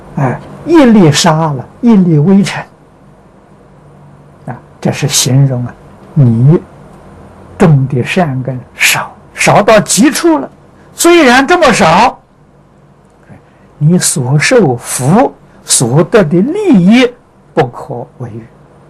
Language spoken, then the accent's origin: Chinese; China; 我们中国人讲的罗汉辟支佛啊